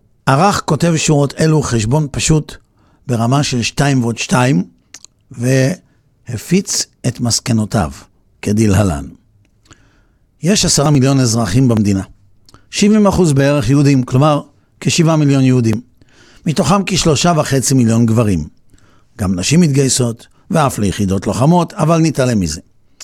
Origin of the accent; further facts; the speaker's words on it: Netanya, Central District, Israel; אני גדלתי בנתניה שהייתה בירת הכדורגל וכולנו שיחקנו כדורגל שהיינו ילדים.